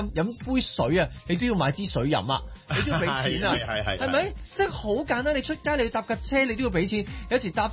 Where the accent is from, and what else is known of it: Hong Kong